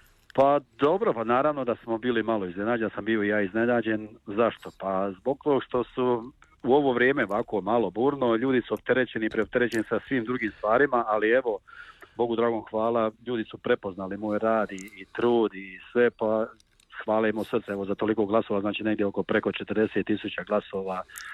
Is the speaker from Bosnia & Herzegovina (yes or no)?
yes; Kotor Varoš, Republika Srpska, Bosnia & Herzegovina; moved away; Ja sam inače rodom iz Kotor Varoša, jedno od lijepog mjesta, svetišta našeg blažene Djevice Marije Sokolina